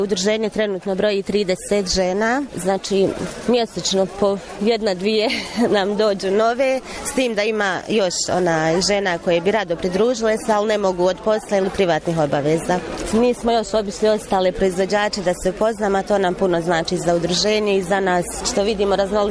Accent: Mostar, Federation of Bosnia and Herzegovina, Bosnia & Herzegovina; Dolazimo iz Bijelog polja, tačnije Potoci, Mostar.

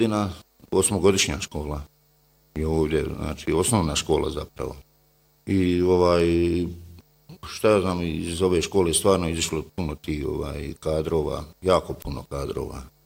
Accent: Federation of Bosnia and Herzegovina, Bosnia & Herzegovina; Ovdje kod nas u Ljubunču

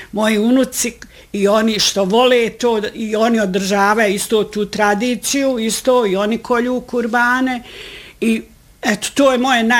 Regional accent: Vogošća, Federation of Bosnia and Herzegovina, Bosnia & Herzegovina; ja sam inače i rodom iz Vogošće, a u Vogošći ovdje sam se i udata.

